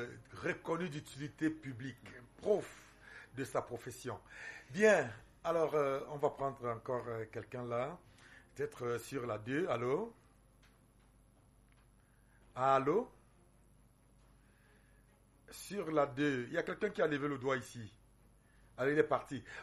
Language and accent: French; Cameroon; nous sommes quand même des Africains, nous sommes des Camerounais, nous savons comment ça se passe dans nos familles.